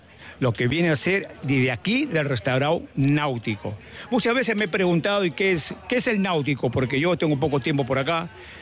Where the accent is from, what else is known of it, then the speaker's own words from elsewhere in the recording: San Vicente de Cañete, Lima, Peru; moved away as an adult; now in San Vicente de la Barquera, Spain; Yo soy del Perú, soy de San Vicente de Cañete, que pertenece a Lima, a 2 horas de Lima. De San Vicente de Cañete venir a trabajar a San Vicente de la Barquera